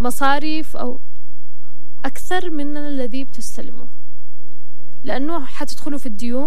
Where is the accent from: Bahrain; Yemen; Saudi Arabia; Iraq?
Yemen; إحنا كشعب يمني